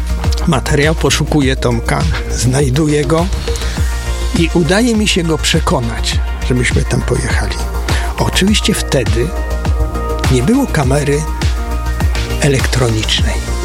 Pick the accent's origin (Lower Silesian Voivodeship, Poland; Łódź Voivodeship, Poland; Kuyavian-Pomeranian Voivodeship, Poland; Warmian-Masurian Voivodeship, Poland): Lower Silesian Voivodeship, Poland; Lubomierz; liceum pedagogicznego, ponieważ ja stamtąd pochodzę, w związku z tym emocjonalnie mi zależało, żeby to może w telewizji pokazać.